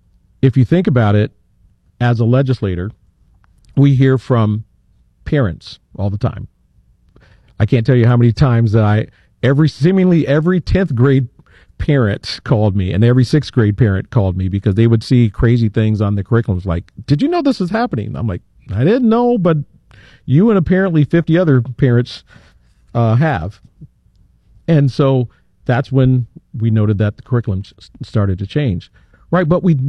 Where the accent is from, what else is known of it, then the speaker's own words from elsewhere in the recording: Johnston, Iowa, United States; In Johnston, my hometown